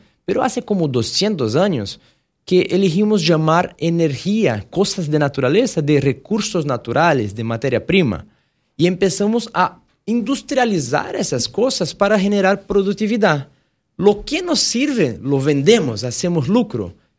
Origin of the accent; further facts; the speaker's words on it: São Paulo, Brazil; Spanish is a second language; moved away as an adult; also born or lived in Salvador, Bahia; now in Panama; Yo nací en Salvador de Bahía, pero crecí un poco más cerca a São Paulo, al interior de São Paulo, donde todavía vive mi familia.